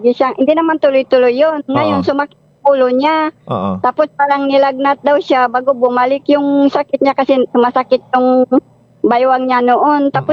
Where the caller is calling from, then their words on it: Puerto Princesa, Mimaropa, Philippines; Dito po sa Puerto Princesa, Palawan.